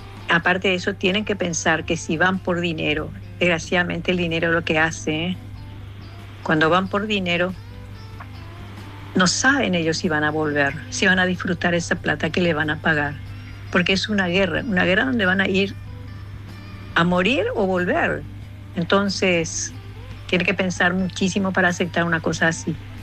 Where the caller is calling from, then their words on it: Capiatá, Central, Paraguay; de Capiata.